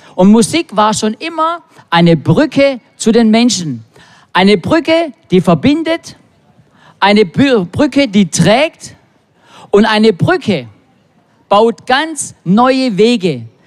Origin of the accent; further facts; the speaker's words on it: Stuttgart, Baden-Württemberg, Germany; ich komme aus dem Raum Stuttgart.